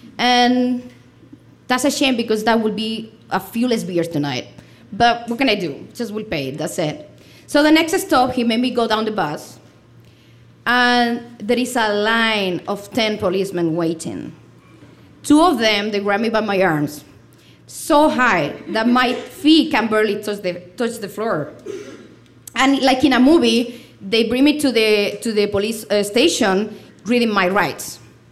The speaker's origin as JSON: {"language": "English", "country": "Spain", "second_language": "English", "said": "I'm from Spain, so I'm going to let you know how the Spaniards are."}